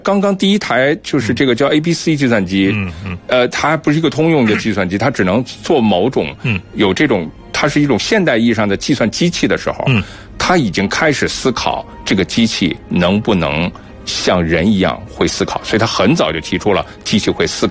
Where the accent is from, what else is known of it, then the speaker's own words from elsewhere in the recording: China; 我们中国人